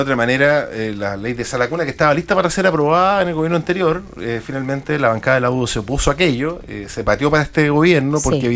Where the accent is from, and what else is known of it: Chile